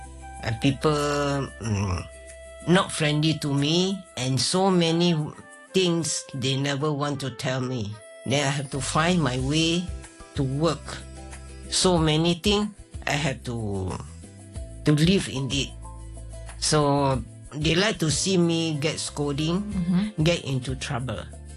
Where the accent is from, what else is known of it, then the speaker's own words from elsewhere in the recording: Malaysia; English is a second language; because I born from there